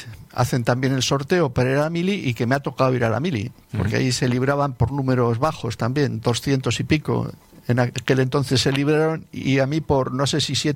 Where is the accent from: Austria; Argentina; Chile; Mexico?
Argentina; San Andrés de Giles, Buenos Aires Province; born there; moved away; No lo olvido. En primer lugar, bueno, porque es donde yo nací, lo quiero mucho, lo sigo queriendo